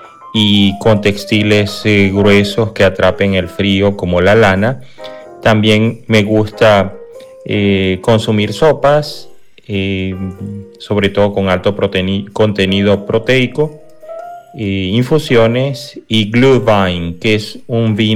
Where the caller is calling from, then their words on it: Netherlands; habito en Países Bajos.